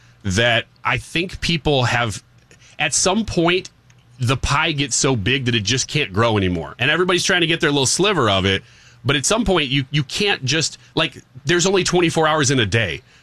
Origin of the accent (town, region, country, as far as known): Illinois, United States